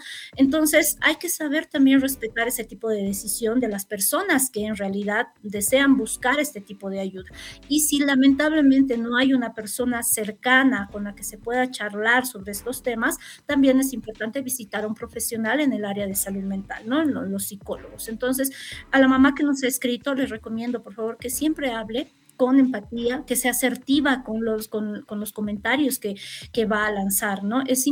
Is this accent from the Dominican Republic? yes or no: no; Bolivia; como bolivianos, vamos a sobresalir.